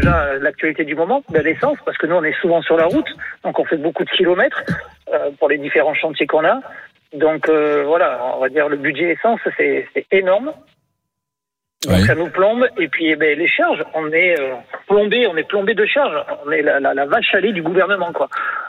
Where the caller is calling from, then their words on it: Bordeaux, Nouvelle-Aquitaine, France; nous on a beaucoup de famille en Espagne, donc moi je suis sur Bordeaux